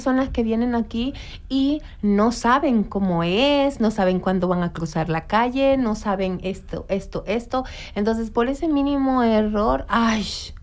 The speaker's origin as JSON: {"language": "Spanish", "country": "Venezuela", "moved": "yes", "said": "Vengo de Venezuela y me siento muy orgullosa del país que represento. Me ha tocado salir de Venezuela desde el 2018, así que he rodado por muchos otros países"}